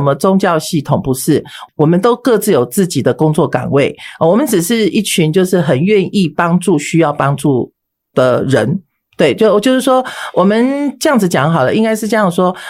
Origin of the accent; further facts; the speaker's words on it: Taiwan; 好，那我是出生在台湾的外省的第二代。那么我们从小从出生在眷村里面是没有在拿香拜拜的